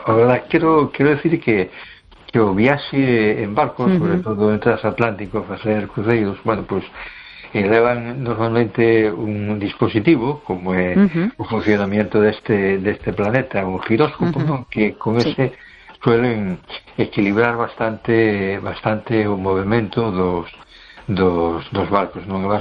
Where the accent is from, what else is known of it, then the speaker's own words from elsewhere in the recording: A Coruña, Galicia, Spain; Boa noite … … de Coruña.